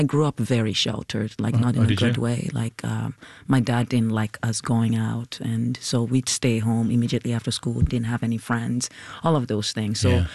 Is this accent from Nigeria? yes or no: yes; Nigeria